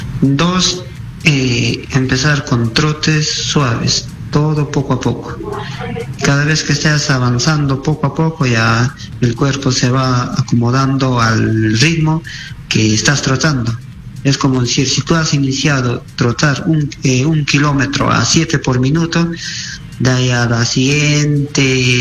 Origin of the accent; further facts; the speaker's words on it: Peru; o a todos los peruanos